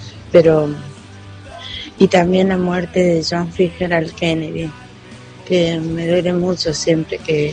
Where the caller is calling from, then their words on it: San Luis, Argentina; de San Luis